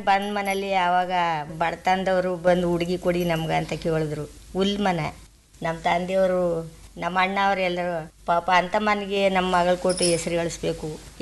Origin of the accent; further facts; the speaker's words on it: Karnataka, India; ನಮ್ಮ ಹುಟ್ಟೂರು ಟಿ ನರಸೀಪುರ ತಾಲೂಕು ತಲಕಾಡು ಹೋಬಳಿ ಎಂಗೆ ಗ್ರಾಮ.